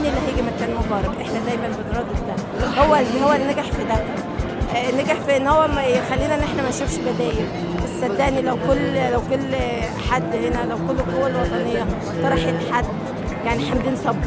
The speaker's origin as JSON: {"language": "Arabic", "country": "Egypt", "said": "جاب حكومه رجال اعمال سرقونا احنا كمصريين، ما خلوش معانا حاجه."}